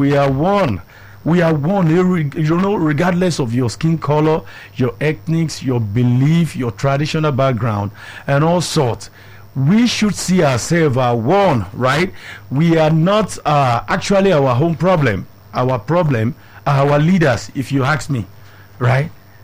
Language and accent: English; Nigeria; As a Nigerian, that spirit is in you.